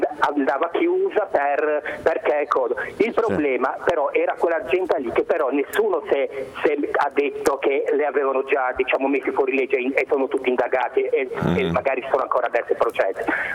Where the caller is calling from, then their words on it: Genoa, Liguria, Italy; da Voltri.